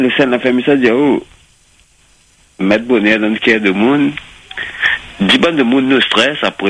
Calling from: Rodrigues, Mauritius; Mais j'habite à Rodrigue, moi.

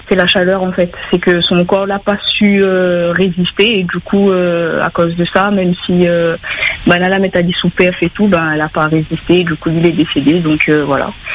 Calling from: Vénissieux, Auvergne-Rhône-Alpes, France

